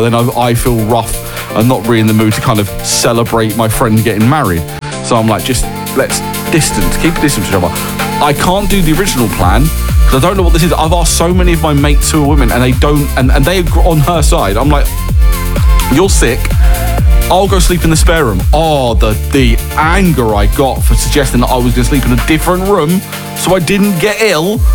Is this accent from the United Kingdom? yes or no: yes; United Kingdom; we are British